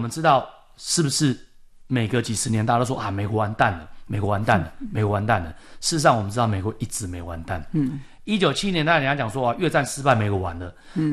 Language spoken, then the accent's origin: Chinese; Taiwan; 我们台湾人比较熟悉这一块